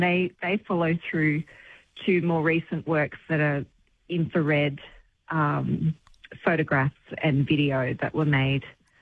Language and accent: English; New South Wales, Australia; being back in the Central West, which was my hometown and the environment that I really loved.